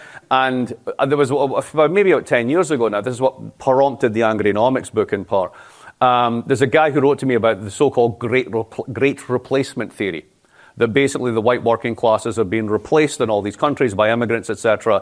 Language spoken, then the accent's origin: English; Dundee, Scotland, United Kingdom; moved away as an adult; also born or lived in Glasgow; I grew up in Dundee in Scotland.